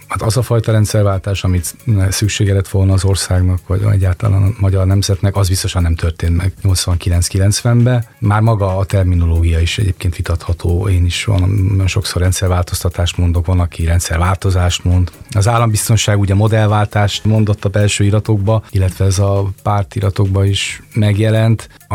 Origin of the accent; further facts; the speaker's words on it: Hungary